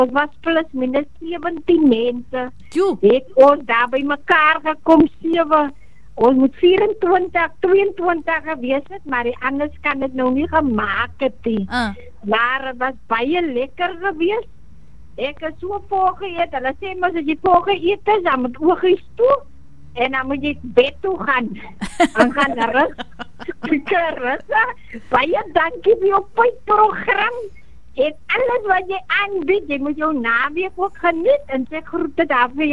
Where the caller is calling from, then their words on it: Western Cape, South Africa; hier uit Aksela